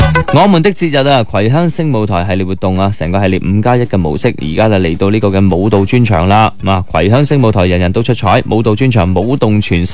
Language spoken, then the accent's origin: Cantonese; Guangdong, China; 我哋广东人